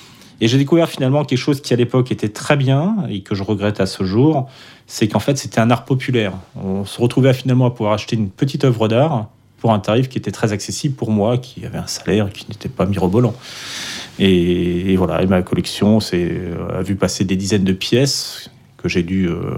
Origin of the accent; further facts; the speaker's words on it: Paris, Île-de-France, France; je suis parisien